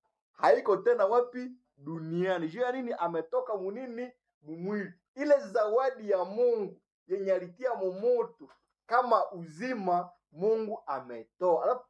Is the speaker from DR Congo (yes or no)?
yes; Lubero, North Kivu, DR Congo; Kule kwetu Lubero sijue naona mnaishi kule na watu wengine, makabila mbalimbali, manani.